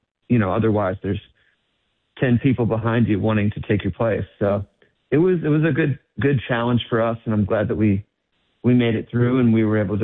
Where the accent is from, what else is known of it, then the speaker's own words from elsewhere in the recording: Syracuse, New York, United States; now in Nashville, United States; And I'm originally from up there. I'm from Syracuse.